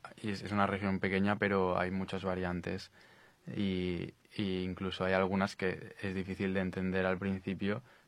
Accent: Catalonia, Spain; now in Paraguay; en mi caso yo hablo catalán pues con mi familia y con mis amigos, pues porque son gente que lleva toda la vida viviendo allí

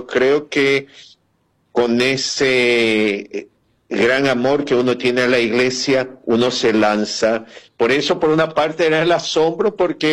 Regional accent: Asunción, Paraguay; yo soy asunceno

